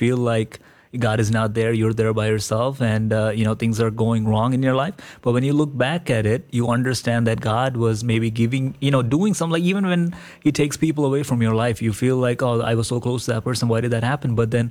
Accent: Kerala, India; growing up in India, growing up in Kerala, always brings a smile to my face when I think about it

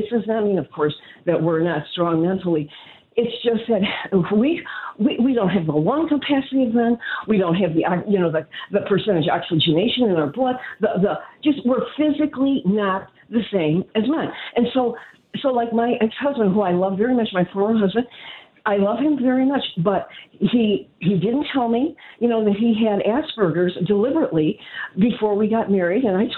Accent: Chicago, Illinois, United States; when I grew up in Chicago with all this trauma

